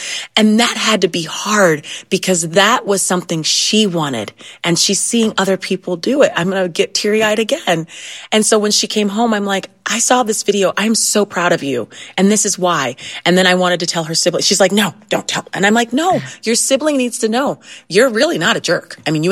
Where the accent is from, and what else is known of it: Ohio, United States